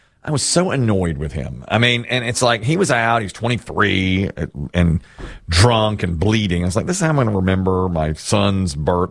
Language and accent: English; Asheboro, North Carolina, United States; I'm from Ashburn, North Carolina. I was born in 1971.